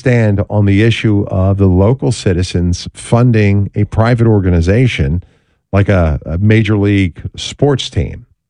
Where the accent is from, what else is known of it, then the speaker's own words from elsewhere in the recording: Pennsylvania, United States; also born or lived in Green Bay, United States; I grew up as a Philly fan. It was my home, Eastern Pennsylvania.